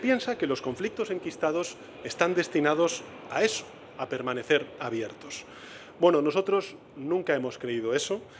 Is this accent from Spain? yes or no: yes; Spain